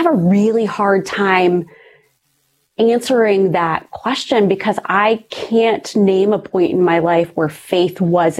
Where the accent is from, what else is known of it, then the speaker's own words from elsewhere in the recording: Ohio, United States; So I grew up in a very rural part of Ohio. And my family, we were church goers.